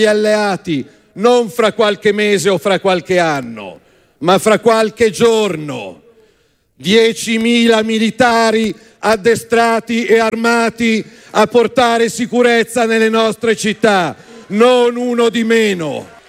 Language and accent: Italian; Milan, Lombardy, Italy; da milanese spero dall'anno prossimo di essere amministrato da un sindaco che conosce quartiere per quartiere